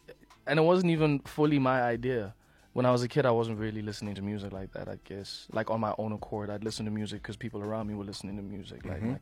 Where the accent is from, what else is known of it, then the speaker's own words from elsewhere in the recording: Gauteng, South Africa; also born or lived in Botshabelo, Free State; I am from the Vaal. I was born in Botshabelo in Bloemfontein, but I grew up in the Vaal.